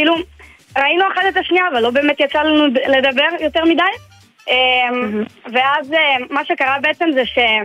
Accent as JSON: {"language": "Hebrew", "town": "Rehovot", "region": "Central District", "country": "Israel", "said": "מרחובות. אז אני גם התגייסתי להיות מצילה."}